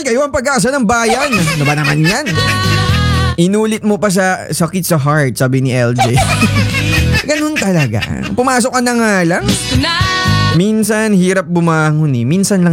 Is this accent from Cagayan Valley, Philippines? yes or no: yes; Echague, Cagayan Valley, Philippines; Ma-shoutout po, taga-Etiague ako.